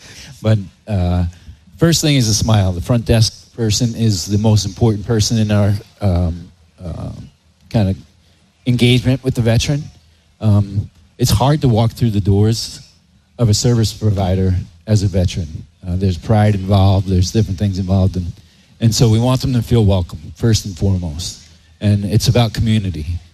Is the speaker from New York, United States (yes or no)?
yes; New York, United States; I grew up in New York. I was very familiar with homeless people, obviously familiar with veterans